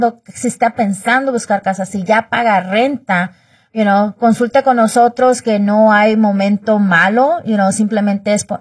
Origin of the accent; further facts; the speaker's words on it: Mexico; como mexicano somos muy trabajadores